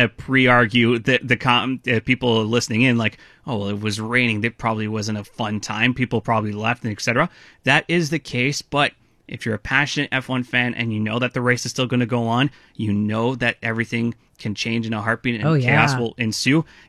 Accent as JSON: {"language": "English", "country": "Canada", "said": "as a Canadian, you know, for a driver"}